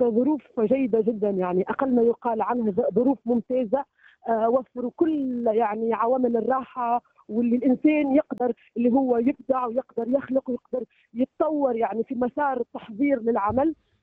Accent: Tunisia; يكاد الجمهور لا يعرف اللي انا تونسية او عمانية،

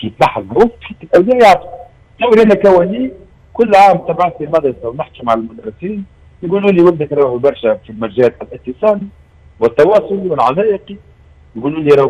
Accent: Tunisia; اللي عندنا في تونس

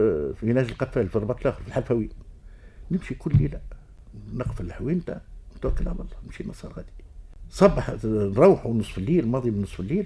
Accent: Tunis, Tunis Governorate, Tunisia; born there; moved away as an adult; now in Ezzahra, Tunisia; أما تولدت في دارنا زنقة سيدي دلة عدد 46 توا ساكن فيها أخويا. طلعت للزهرة وقتها عام 57

